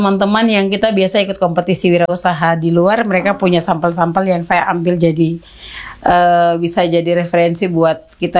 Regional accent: Papua, Indonesia; kita orang Papua

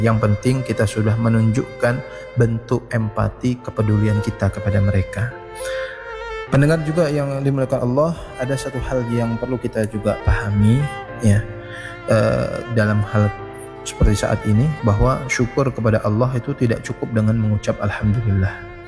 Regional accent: West Kalimantan, Indonesia; kita sama-sama sebagai warga Kalimantan Barat, Kota Pontianak dan sekitarnya, ya, yang ada di Kalimantan Barat ini.

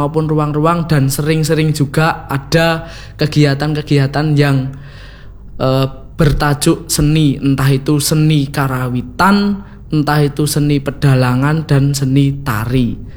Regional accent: Kartasura, Central Java, Indonesia; Kalau saya sendiri dari Kartosuro.

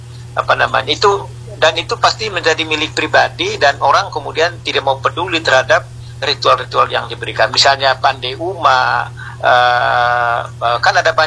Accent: Rangat, East Nusa Tenggara, Indonesia; Di kampung saya misalnya di Rangat, di Sabai Lolos ya, tahun 2014 kami membuka satu lahan

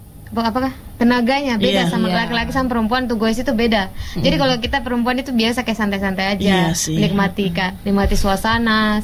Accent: Pasar Wajo, Southeast Sulawesi, Indonesia; Jadi saya kan kebetulan dari Pasar Wajo. Nah, kebetulan sering ke Bau-Bau dan ini teman saya dia di Bau-Bau.

